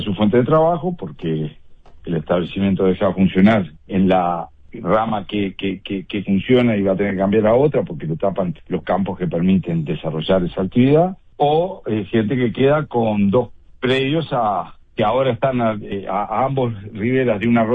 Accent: Uruguay

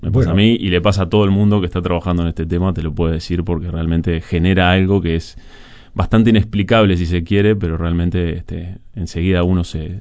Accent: Montevideo, Uruguay; mis dos abuelos fueron ferroviarios. Sí. Yo soy del noroeste de Peñarol, del noroeste de Montevideo, ahí del barrio Peñarol. Fui a la escuela de Peñarol frente a los talleres de AFE en Peñarol

